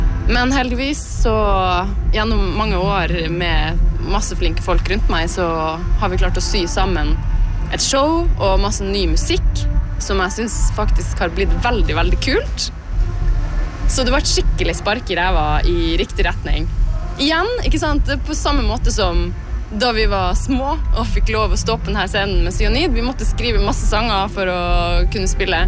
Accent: Alta, Finnmark, Norway; now in Oslo, Norway; jeg bor jo i Oslo nå. Men jeg er så sykt glad for at jeg har vokst opp i Alta.

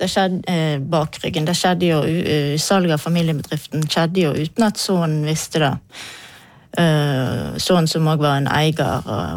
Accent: Fusa, Vestland, Norway; Jeg er jo fra Fusa, der denne fabrikken er fra.

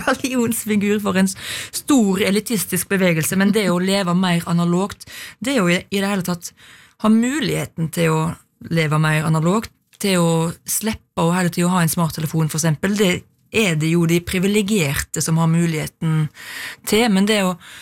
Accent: Ølen, Rogaland, Norway; born or raised there

